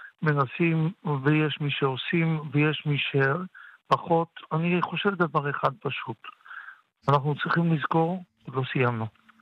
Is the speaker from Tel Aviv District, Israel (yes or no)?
yes; Tel Aviv, Tel Aviv District, Israel; מוצא יום כיפור כאב לי, אני יליד תל אביב, ולשמוע את שאי אפשר יהיה להתפלל תפילת נעילה בחיכר דיזינגוף, כאב לי מאוד